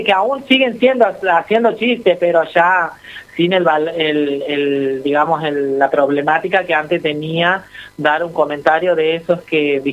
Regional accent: Santiago del Estero, Argentina; now in Buenos Aires, Argentina; Yo soy de Santiago del Estero y Santiago del Estero es una provincia muy tranquila.

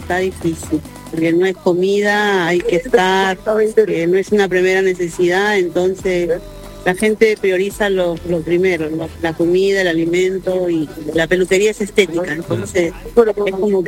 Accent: Paysandú, Uruguay; Somos de Paysandú.

